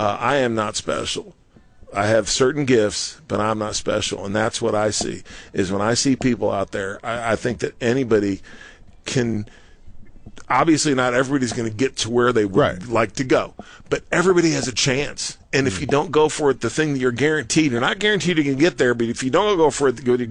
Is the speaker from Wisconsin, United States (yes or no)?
no; Missouri, United States; I grew up in Missouri on a farm. My family didn't have a whole lot.